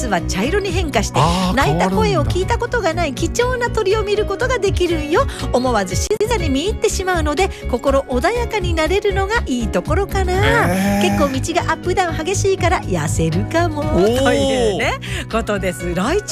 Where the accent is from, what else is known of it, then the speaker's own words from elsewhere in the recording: Toyama, Japan; 私の地元にある動物園、富山市ファミリーパーク。